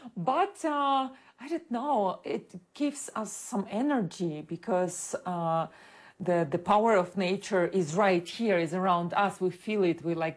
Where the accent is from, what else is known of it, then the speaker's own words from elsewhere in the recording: Ukraine; and I grew up in 2000s in Ukraine